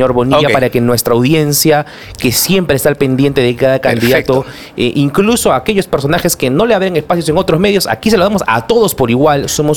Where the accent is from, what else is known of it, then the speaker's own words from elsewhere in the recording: Lima, Peru; Yo soy limeño